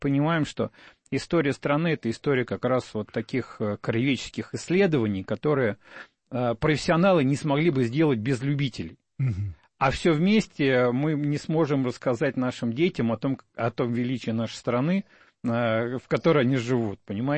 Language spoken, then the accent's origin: Russian; Moscow, Russia; для меня, как коренного москвича, когда люди начинают говорить, вот там, я коренной